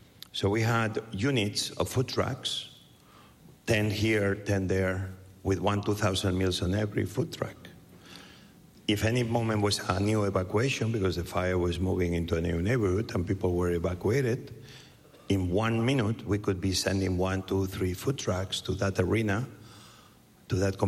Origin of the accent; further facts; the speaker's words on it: Barcelona, Catalonia, Spain; when I grew up in Barcelona, this is very Catalan.